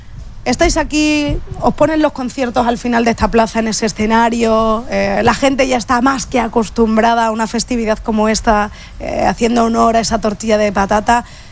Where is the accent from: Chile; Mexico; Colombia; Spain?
Spain; Mérida, Extremadura; yo soy de Mérida